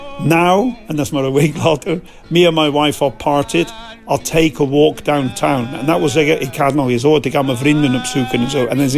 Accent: Bristol, South West England, United Kingdom; born there; Dutch is a second language; moved away; Dat is van waar ik geboren ben, hè? Bristol, Bristol Rovers. Maar ik ben van de arme kant van Bristol, de noorden kant, de working class area.

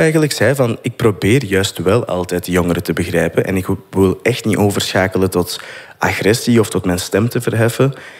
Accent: Turnhout, Flanders, Belgium; Ja, ik ben van Turnhout.

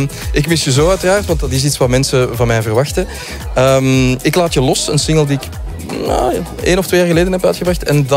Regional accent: Zaventem, Flanders, Belgium; gaan wandelen in Nossegem en in Zaventem, waar ik vandaan kom.

